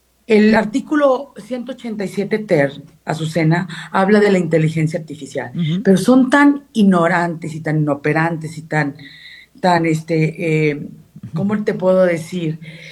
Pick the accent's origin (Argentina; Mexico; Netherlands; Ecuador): Mexico; San Luis Potosí; si tú, por ejemplo, yo soy potosina y tú criticas al gobierno de Ricardo Gallardo y a mí se me ocurre como potosina compartirte